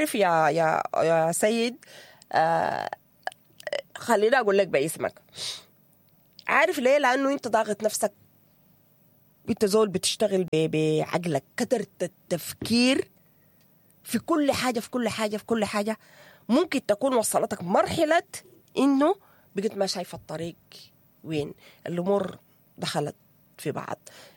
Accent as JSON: {"language": "Arabic", "country": "Sudan", "said": "نحن يا إيناس تخيل لي كده كسودانيين"}